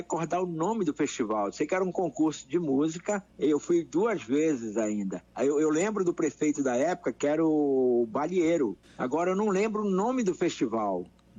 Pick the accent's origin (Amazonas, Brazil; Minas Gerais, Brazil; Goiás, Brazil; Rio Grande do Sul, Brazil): Amazonas, Brazil; Manaus; also born or lived in Nova Olinda do Norte, Brazil; Eu sou natural de Nova Olinda do Norte, no interior do Amazonas, mas com poucos dias de nascido, meus pais retornaram a Manaus, então eu sou muito mais manauara que novolindense, né? Eu fui praticamente adotado por Manaus. Então, quando criança ainda, com poucos dias de nascido, eu retornei a Manaus, mas eu nasci em Nova Olinda